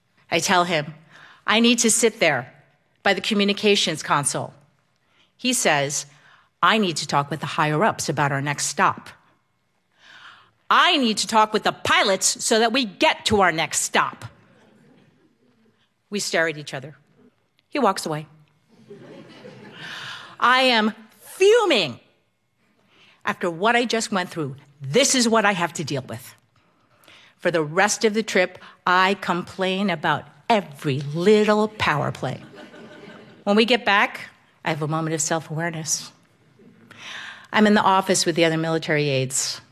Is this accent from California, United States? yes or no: no; New Jersey, United States; I'm from New Jersey.